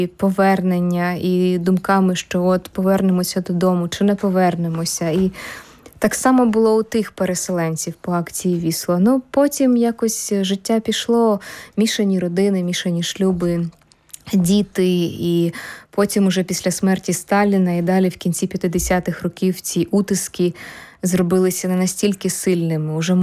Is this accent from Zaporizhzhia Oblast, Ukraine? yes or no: no; Kyiv, Ukraine; я ж з Києва сама, знаєш, я пам'ятаю ще школяркою, як відновлювали Успенський собор.